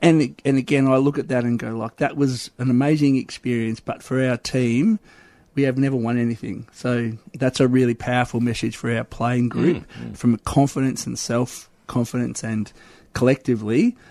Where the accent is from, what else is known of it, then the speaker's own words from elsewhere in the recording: Ballarat, Victoria, Australia; so for growing up in country Victoria, I grew up in Ballarat. Mum and Dad are still there